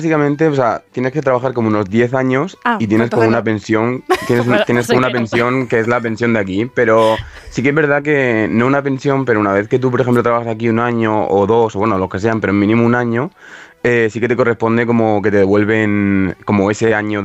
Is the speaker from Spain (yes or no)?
yes; Bigastro, Valencian Community, Spain; Sí, yo soy de Bigastro. No sé si lo conoceréis, es un pueblecito